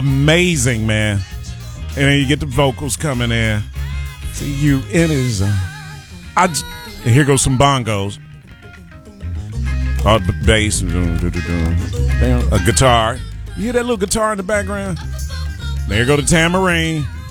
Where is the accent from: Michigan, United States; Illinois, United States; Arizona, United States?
Illinois, United States; Chicago; I'm from Chicago